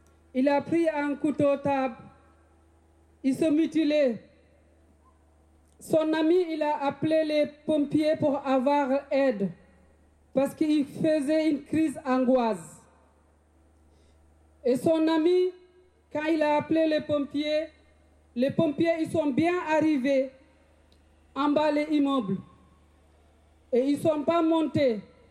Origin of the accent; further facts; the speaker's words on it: Rennes, Brittany, France; Je viens de Rennes.